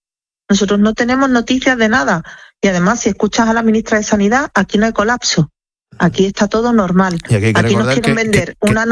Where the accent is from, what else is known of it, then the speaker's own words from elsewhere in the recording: Spain; Se cuestiona que, como estamos fuera del territorio peninsular, pues no somos tan españoles como los demás, cosa que es absolutamente incierta.